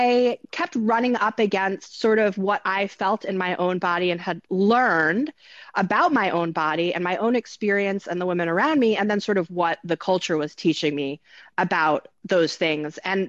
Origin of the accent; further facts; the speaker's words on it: New York, United States; where I grew up in New York.